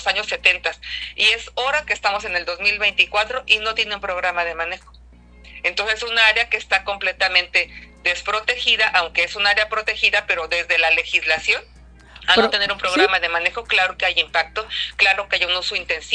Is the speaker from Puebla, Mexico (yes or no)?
no; La Paz, Baja California Sur, Mexico; now in Mazatlán, Mexico; Yo soy de Baja California Sur, de La Paz, ahorita vivo en Mazatlán, pero soy de La Paz.